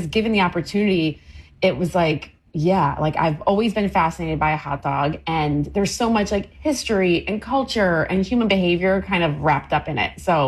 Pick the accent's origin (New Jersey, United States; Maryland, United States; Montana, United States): Maryland, United States; born or raised there